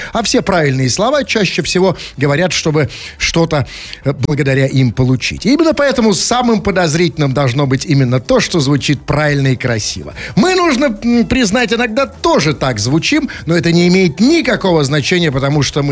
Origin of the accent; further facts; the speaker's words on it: Lipetsk Oblast, Russia; now in Moscow, Russia; Типа, я из Липецкой области переехал, так сказать